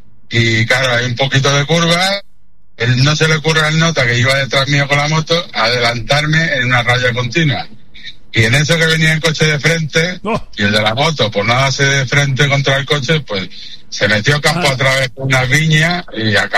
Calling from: Catalonia, Spain; yo trabajo aquí todos los días en Cataluña.

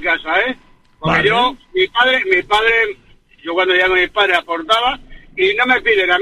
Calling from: Madrid, Community of Madrid, Spain; yo vivo en Vallecas.

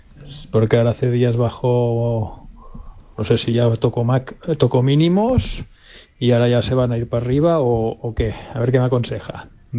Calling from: Barcelona, Catalonia, Spain; llamo desde Barcelona.

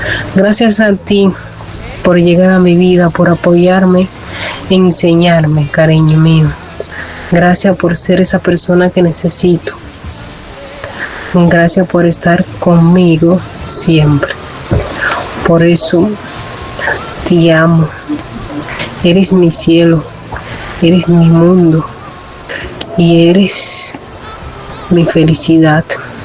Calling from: Cuba; mi gente divertida de la radio española. Desde Cuba, piel morena, ya saben

